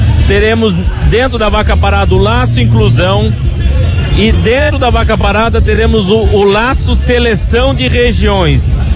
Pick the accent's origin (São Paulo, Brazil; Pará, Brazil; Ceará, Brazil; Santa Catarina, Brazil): Santa Catarina, Brazil; Gaspar; E Gaspar, eu que sou gasparense, então eu tenho mais orgulho ainda de poder estar aqui falando dessa entidade onde eu me criei, onde tudo começou.